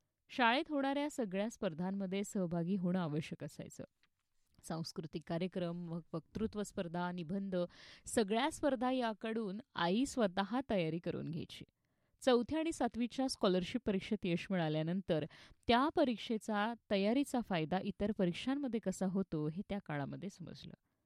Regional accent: Amravati, Maharashtra, India; moved away as an adult; also born or lived in Daryapur; शनिवार रविवार मुलीला भेटायला मी माहेरी अमरावतीला यायचे.

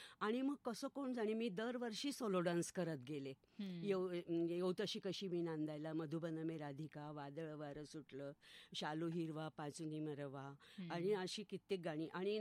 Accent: Ahmednagar, Maharashtra, India; माझं बालपण पटांगण गल्ली दिल्ली गेटच्या शेजारी जिथे आहे, अभ्यासाशी कधी संबंध नाही आला.

